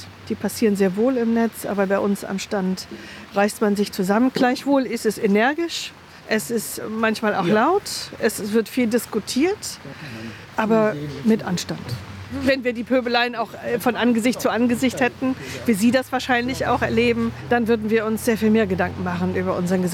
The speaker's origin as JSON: {"language": "German", "region": "East Germany", "country": "Germany", "tie": "born or raised there", "said": "Ich bin ein Wendekind. Ich bin im Osten groß geworden. Ich habe die Wende erlebt."}